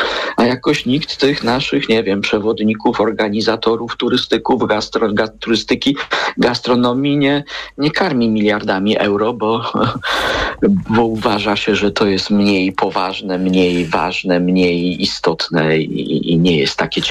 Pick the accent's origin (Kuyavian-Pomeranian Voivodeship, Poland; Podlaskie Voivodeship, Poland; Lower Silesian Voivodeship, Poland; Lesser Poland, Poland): Kuyavian-Pomeranian Voivodeship, Poland; Toruń; ja jestem z Torunia